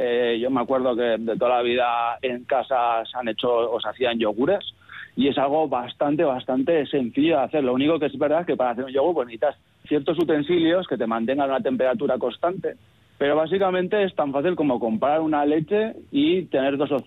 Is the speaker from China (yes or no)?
no; Pamplona, Navarre, Spain; yo que soy de Pamplona